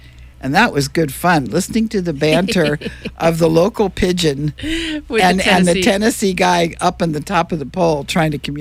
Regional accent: Northern Mariana Islands; and that's because I was raised in the Marianas and I've been through a few of these things.

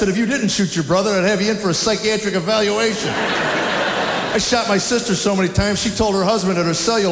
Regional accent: United States; I grew up in America, and I know before the lawyers took over

